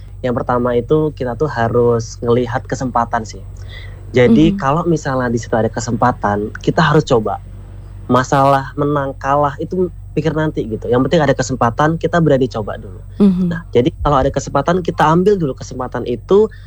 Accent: Lampung, Indonesia; di desa saya Kak, di Pekon Ras, Kecamatan Semangat, Kabupaten Tanggamus

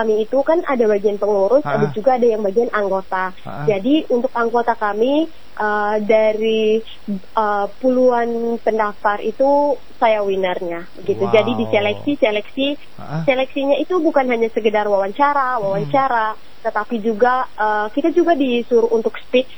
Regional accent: Manggarai, East Nusa Tenggara, Indonesia; di kebetulan saya juga dari Manggarai. Jadi di sana itu kami ada forum anak.

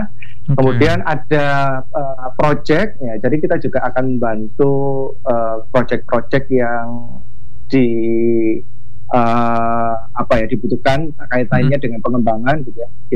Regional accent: Pasuruan, East Java, Indonesia; saya kebetulan dulunya itu di Pasuruan, Mas Ili. Jadi teman-teman dari Pasuruan itu tanya-tanya gitu

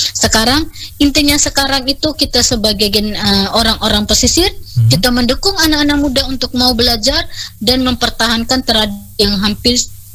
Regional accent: Ende, East Nusa Tenggara, Indonesia; kita orang Ende itu kita sudah daerah otonom toh

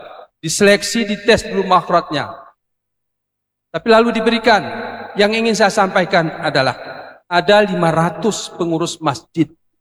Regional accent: Aceh, Indonesia; Bapak dari mana? Dari Aceh.

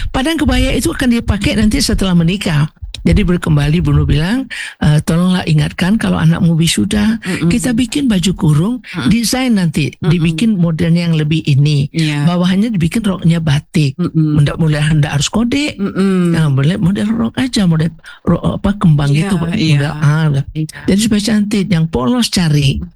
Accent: West Sumatra, Indonesia; Kalau kita Minang enggak pakai batik di bawah.

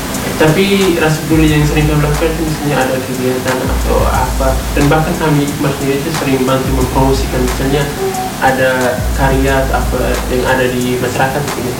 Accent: Indonesia; Jadi kami orang Indonesia

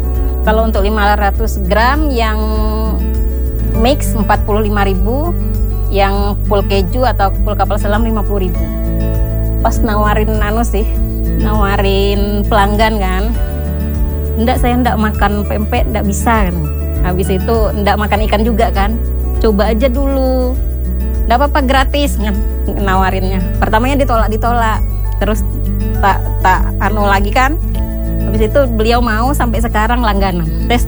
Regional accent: Indonesia; Karena saya berasal dari Hulu, jadi targetnya pasar Hulu.

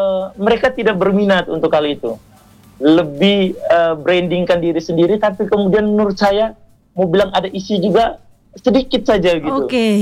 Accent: Ende, East Nusa Tenggara, Indonesia; identitas kita sebagai orang ND, sebagai orang NTT.

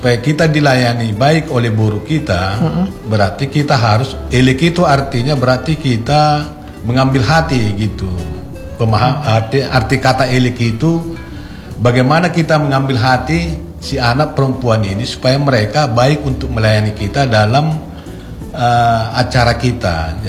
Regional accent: North Sumatra, Indonesia; Inilah yang jadi pedoman kehidupan kita sebagai orang Batak gitu, okay.

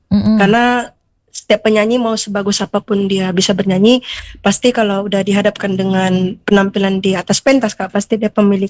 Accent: Medan, North Sumatra, Indonesia; Aku seorang penyandang tunanetra atau gak bisa melihat, dan aku berasal dari Medan. Untuk saat ini aku sedang berkuliah di salah satu universitas di Medan

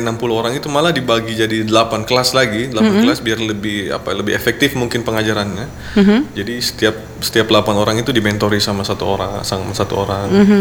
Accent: Palu, Central Sulawesi, Indonesia; kita sebagai orang Palu

